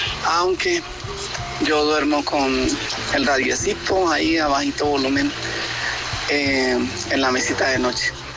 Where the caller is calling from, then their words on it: Bucaramanga, Santander, Colombia; yo los escucho desde Bucaramanga, Ciudad Bonita.